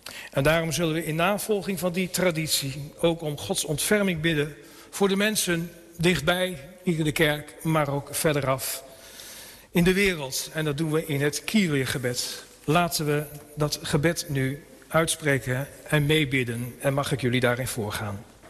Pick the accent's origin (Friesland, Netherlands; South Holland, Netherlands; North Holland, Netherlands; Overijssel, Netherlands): Overijssel, Netherlands; Almelo; accent: Twents; also born or lived in Nijmegen / Wageningen; now in Ede, Netherlands; ik woon in Ede. Maar oorspronkelijk kom ik uit Twente. Uit een stad met een heel beroemd stoplicht. Ja, Almelo. Dus, mangs praat ik Twents. Maar ik ken ik een liedspietje Friers